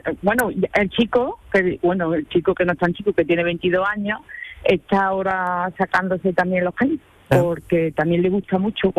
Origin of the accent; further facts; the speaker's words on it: Montalbán de Córdoba, Andalusia, Spain; No, porque yo soy de Montalbán de Córdoba.